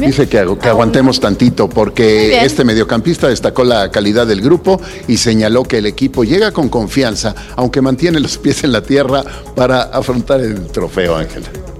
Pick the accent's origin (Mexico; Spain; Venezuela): Mexico; yo soy orgullosamente mexicano y nada más.